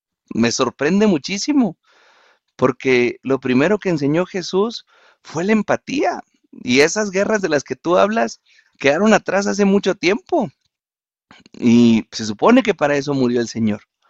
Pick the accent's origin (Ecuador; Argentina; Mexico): Mexico; primero somos mexicanos